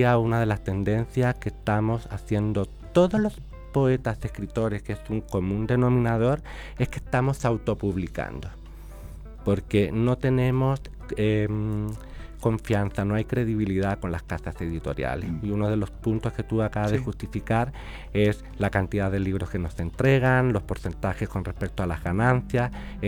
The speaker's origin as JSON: {"language": "Spanish", "country": "Chile", "said": "nosotros somos, los de mi generación, aquellos que participan, somos poetas chilenos"}